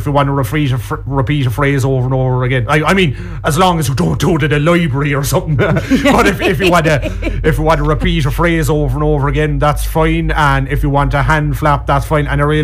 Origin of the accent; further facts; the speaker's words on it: Cork, Munster, Ireland; I grew up in Cork